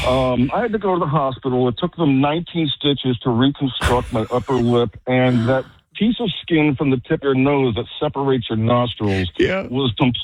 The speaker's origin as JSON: {"language": "English", "town": "Monroe Township", "region": "New Jersey", "country": "United States", "tie": "born or raised there", "said": "I'm 50 years old now, but I grew up in rural Monroe Township, Middlesex County."}